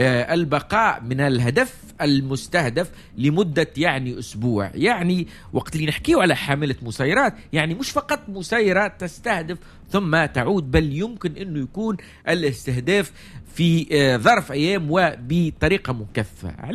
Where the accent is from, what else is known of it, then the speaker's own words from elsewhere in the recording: Tunisia; احنا كدولة تونسية